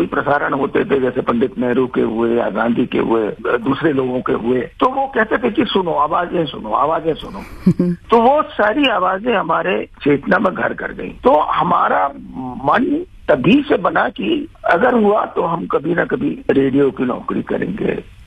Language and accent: Hindi; Madhya Pradesh, India